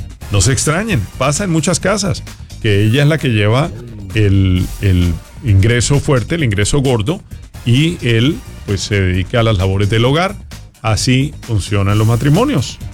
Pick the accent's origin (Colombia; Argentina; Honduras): Colombia; Bueno, yo soy colombiano y ni entiendo todas estas leyes